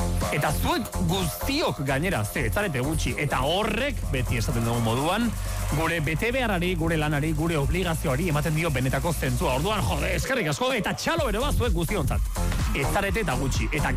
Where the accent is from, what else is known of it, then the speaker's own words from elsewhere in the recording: Irura, Basque Country, Spain; born there; ni sortu nintzen herrian iruran ere jaiak dira